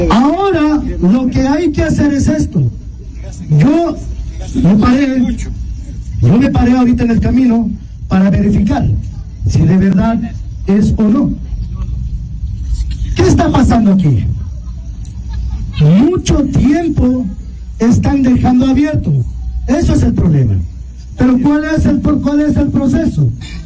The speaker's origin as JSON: {"language": "Spanish", "town": "Taisha", "region": "Morona Santiago", "country": "Ecuador", "tie": "born or raised there", "said": "Primero porque yo soy de Taisha. Yo soy hijo de Taisha."}